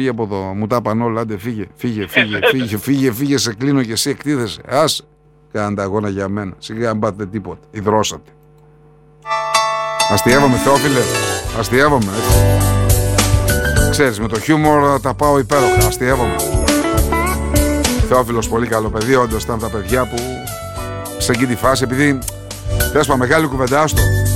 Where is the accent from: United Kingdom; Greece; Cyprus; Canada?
Greece; Thessaloniki, Central Macedonia; μεγάλωσα στο Κορδελιό.